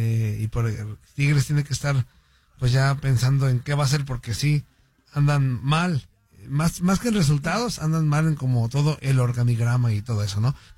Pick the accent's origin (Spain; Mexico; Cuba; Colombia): Mexico; Ajá, y yo que soy mexicano he ido y no está tanto...